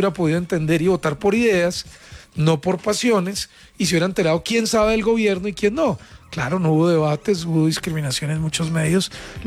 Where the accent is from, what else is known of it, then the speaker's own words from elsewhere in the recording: Riosucio, Caldas, Colombia; Yo voto en Manizales, yo soy de allá, de Sarrión, soy caldense.